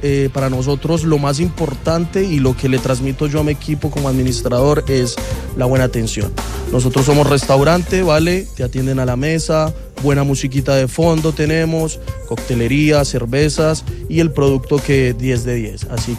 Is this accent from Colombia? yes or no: yes; Colombia; now in Rancagua, Chile; Yo soy de nacionalidad colombiano, sí, soy colombiano.